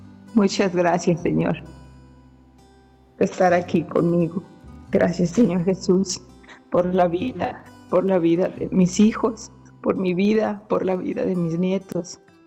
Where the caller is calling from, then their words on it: Guadalajara, Jalisco, Mexico; De aquí, de Guadalajara